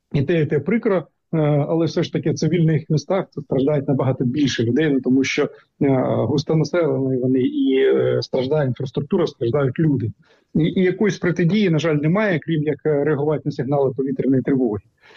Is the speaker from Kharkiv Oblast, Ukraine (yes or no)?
no; Sumy, Sumy Oblast, Ukraine; Ну, от моє рідне місто Суми потрапляє, ну, буквально кожного дня туди 3-5 авіаційних бомб падає